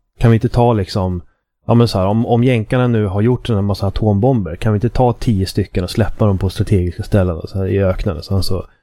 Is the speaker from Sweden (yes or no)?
yes; Sweden; som svensk